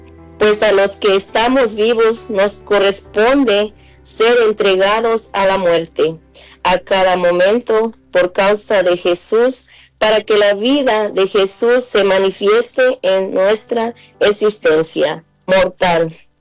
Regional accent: Guerrero, Mexico; Yo vengo soy de México, de un rancho, soy de México, de Guerrero, soy de una familia muy pequeña, tengo tres hermanos, yo soy la tercera y somos cuatro en la familia.

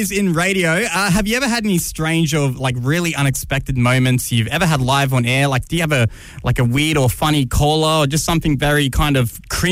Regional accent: Sydney, New South Wales, Australia; now in Adelaide, Australia; I am from Sydney, yes.

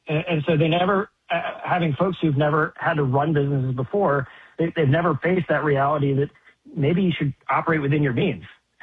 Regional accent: Tacoma, Washington, United States; You know, I grew up in Tacoma. I remember being in middle school, and I had to do a report on the startup community in Seattle.

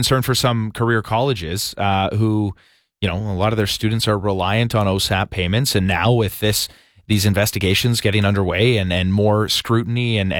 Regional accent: West Coast, Canada; now in Ottawa, Canada; I was born and raised on the West Coast. So I was born and raised as a Vancouver Canucks fan.

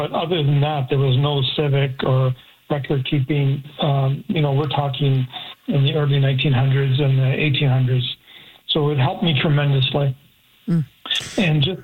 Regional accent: Lebanon; moved away; I'm from Lebanon, but I've lived here for 62 years.

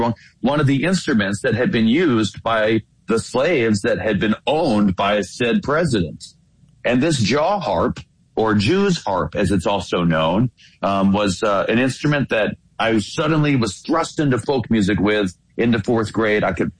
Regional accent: Virginia, United States; Well, you know, all the presidents were from my region, and I went to, you know, many of their homes, three presidential homes.

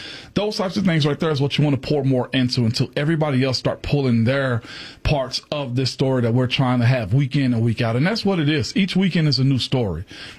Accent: Henning, Tennessee, United States; I grew up in Henning. But I went to school at Ripley High School.

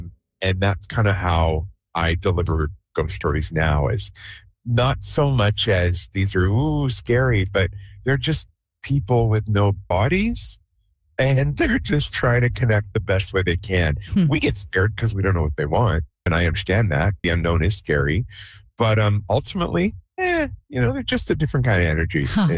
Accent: Alberta, Canada; I grew up in Alberta. I grew up in a very religious household.

